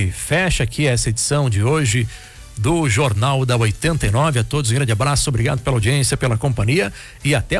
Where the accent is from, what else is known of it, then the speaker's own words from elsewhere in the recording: Brazil; Tenho fé, esperança como bom brasileiro